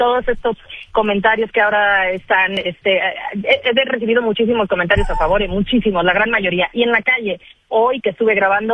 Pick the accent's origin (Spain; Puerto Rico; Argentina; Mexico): Mexico; yo como feminista, como diputada por Aguascalientes, como mexicana